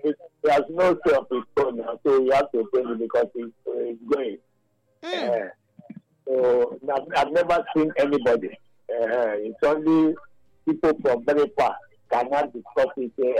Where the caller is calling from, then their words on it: Nigeria; from Ubeka Community.